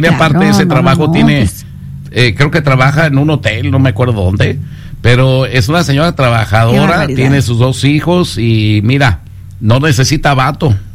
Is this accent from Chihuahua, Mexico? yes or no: no; Ciudad Guzmán, Jalisco, Mexico; moved away; el otro día agarraron a unos policías allá en mi pueblo